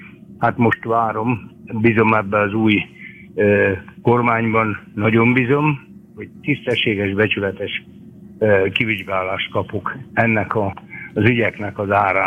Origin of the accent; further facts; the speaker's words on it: Fejér, Hungary; born there; moved away; elmondom én a település nevét is, Mátyásgomb, 33 évig szolgáltam, ott születtem, 1952-ben első anyakönyvezet vagyok.